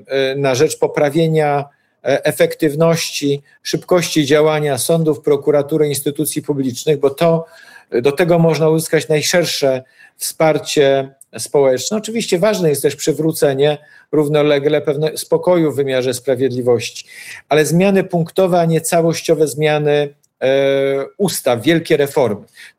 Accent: Poznań, Greater Poland Voivodeship, Poland; Jestem poznaniakiem, wielkopolaninem.

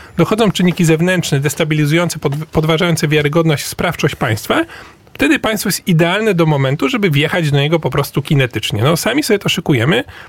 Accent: Orneta, Warmian-Masurian Voivodeship, Poland; jak ja pochodzę z Ornety i mogę zrobić Komisję Ornecką.

